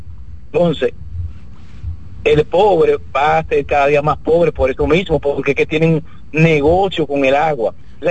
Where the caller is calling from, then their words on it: Dominican Republic; Habla un vecino tuyo de aquí, de los Carritos.